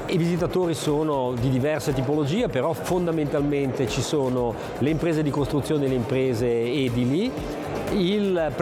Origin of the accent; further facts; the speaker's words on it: Genoa, Liguria, Italy; Noi siamo di Genova